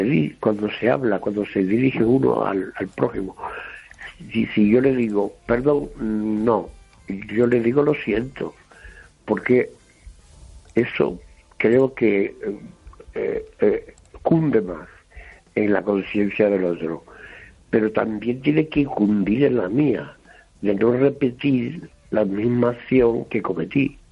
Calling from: Lugo, Galicia, Spain; Yo soy el músico de Lugo

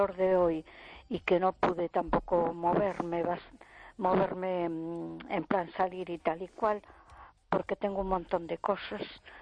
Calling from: A Coruña, Galicia, Spain; de Coruña.

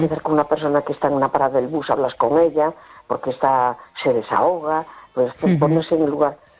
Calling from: A Coruña, Galicia, Spain; Hola, buenas noches … de La Coruña.

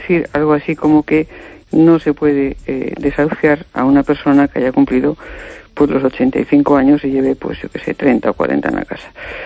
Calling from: A Coruña, Galicia, Spain; Desde La Coruña.

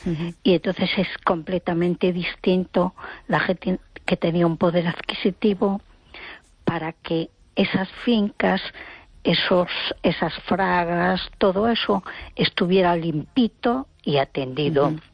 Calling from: A Coruña, Galicia, Spain; de Coruña.

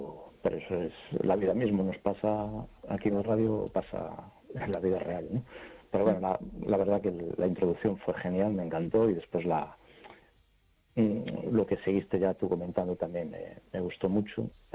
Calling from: A Coruña, Galicia, Spain; de Coruña.

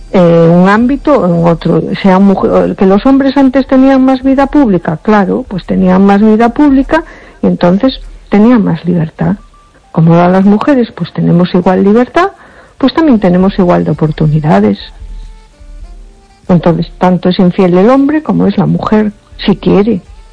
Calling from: A Coruña, Galicia, Spain; de Coruña.

